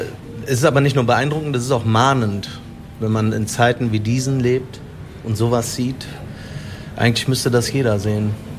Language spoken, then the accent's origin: German; Cologne, North Rhine-Westphalia, Germany; wenn man in dieser Stadt hier groß geworden ist, die ganzen Orte kennt